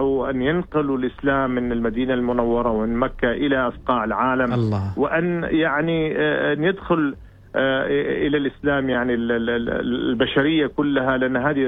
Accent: Oman

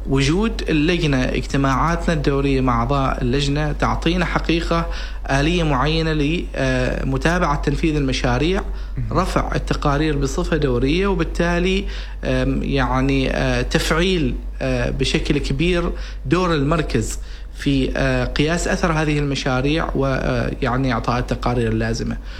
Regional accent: Oman

